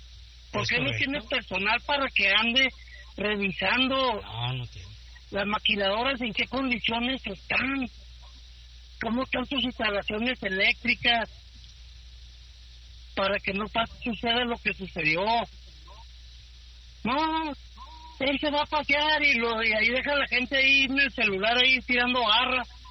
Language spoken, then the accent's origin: Spanish; Chihuahua, Mexico; los que somos de Chihuahua